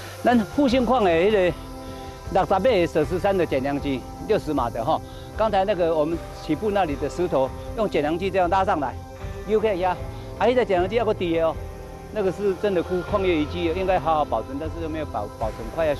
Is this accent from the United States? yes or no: no; Taiwan; 我们讲台语讲冰糕